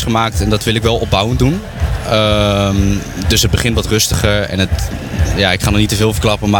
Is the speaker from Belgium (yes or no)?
no; Enschede, Overijssel, Netherlands; moved away as an adult; now in Alkmaar, Netherlands; Ik kom oorspronkelijk uit Enschede. En ik woon nu 3 jaar in Alkmaar.